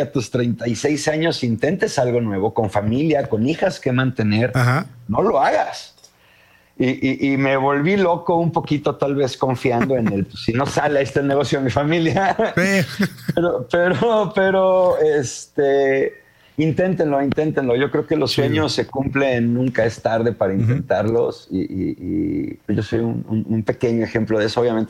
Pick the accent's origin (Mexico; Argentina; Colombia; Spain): Mexico